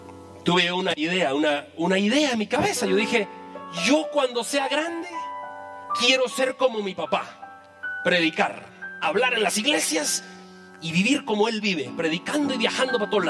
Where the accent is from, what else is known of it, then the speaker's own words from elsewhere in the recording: Jalapa, Guatemala; now in Guatemala City, Guatemala; Me vine de Jalapa para acá en el 95.